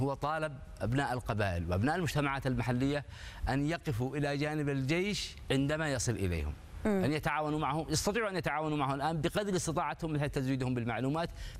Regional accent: Yemen; وهي مجربة بالنسبة لنا كيمنيين.

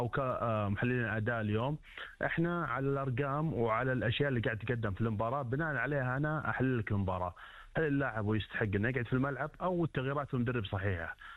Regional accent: Saudi Arabia

